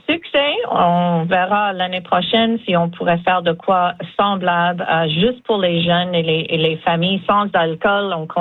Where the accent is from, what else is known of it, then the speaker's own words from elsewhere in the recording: Cape St. George, Newfoundland and Labrador, Canada; also born or lived in Stephenville; Oui, j'étais née à Stephenville à l'hôpital. Puis oui, j'ai grandi à Cap-Saint-Georges. Donc, une communauté francophone avec beaucoup de personnes aînées qui sont francophones de souche.